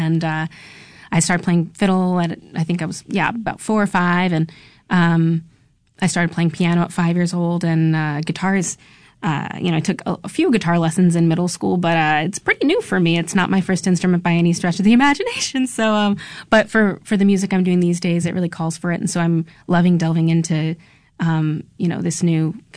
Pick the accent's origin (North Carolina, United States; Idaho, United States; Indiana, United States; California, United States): Idaho, United States; Caldwell; also born or lived in Boston; So I grew up in Caldwell, Idaho, a little town just southwest of Boise, and I made my way to Boston to study music at New England Conservatory